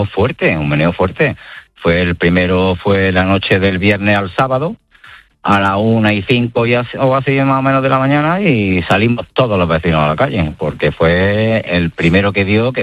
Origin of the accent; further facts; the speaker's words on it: Andalusia, Spain; pero casi todos somos de Granada.